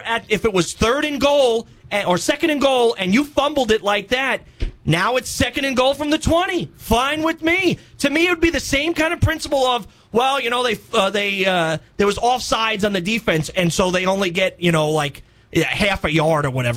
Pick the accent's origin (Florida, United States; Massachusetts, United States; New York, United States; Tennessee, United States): New York, United States; moved away; where I grew up in New York